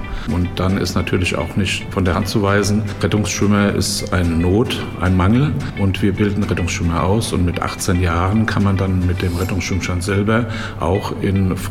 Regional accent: Wiesbaden, Hesse, Germany; Geboren in Wiesbaden, aufgewachsen, dort schwimmen gelernt.

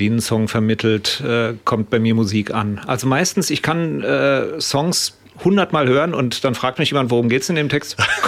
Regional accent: Mainz, Rhineland-Palatinate, Germany; Ja, also in Mainz-Bretzenheim haben meine Eltern gewohnt, als ich geboren wurde.

